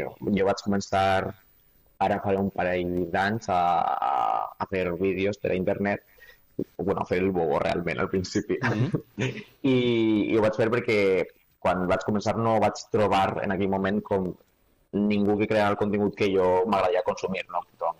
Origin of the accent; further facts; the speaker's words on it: Vila-real, Valencian Community, Spain; jo soc del País Valencià, soc de Vila-real, que igual els futboleros coneixereu el poble pel futbol i tal